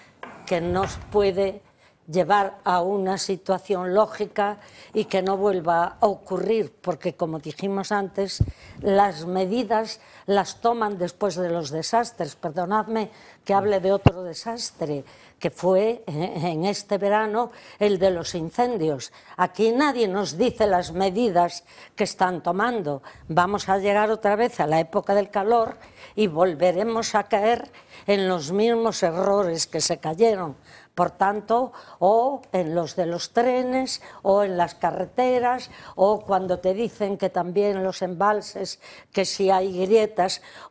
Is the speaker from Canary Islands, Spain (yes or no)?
no; Galicia, Spain; yo recuerdo de niña con qué alegría, pues cuando entonces en Galicia, en mi tierra